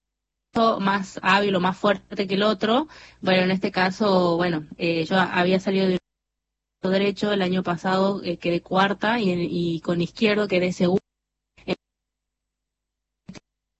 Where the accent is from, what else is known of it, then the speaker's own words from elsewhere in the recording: San Miguel de Tucumán, Tucumán, Argentina; now in Yerba Buena, Argentina; Tucumán, bueno, toda mi vida viví en Tucumán capital, y ahora ahora vivo en Yerba Buena, que es como a 20 minutos de capital.